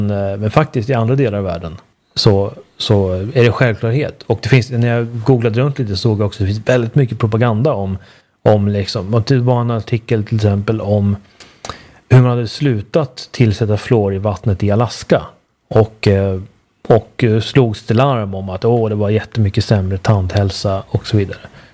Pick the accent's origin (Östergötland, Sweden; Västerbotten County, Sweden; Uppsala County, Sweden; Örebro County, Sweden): Uppsala County, Sweden; Uppsala; kommunen där jag växte upp i Uppsala har en hög fluorhalt, en av de högsta i landet.